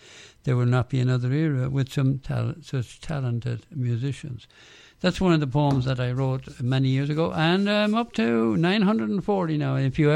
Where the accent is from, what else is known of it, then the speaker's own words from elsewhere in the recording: Ireland; You can guess I'm Irish